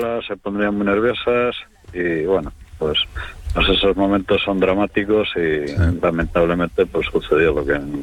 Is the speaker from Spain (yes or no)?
yes; Venta de Baños, Castile and León, Spain; born there; Yo, mira, soy nacido aquí en Venta de Baños, lo conozco todo eso